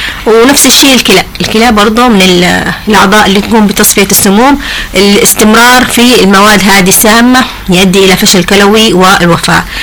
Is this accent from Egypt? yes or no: no; Yemen; لكن عندنا في اليمن ما أظن.